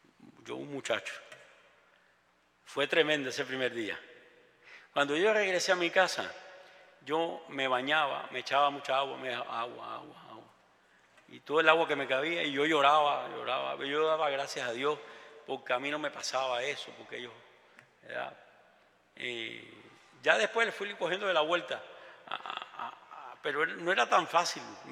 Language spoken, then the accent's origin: Spanish; Havana, Cuba; now in Miami, United States; yo nací en La Habana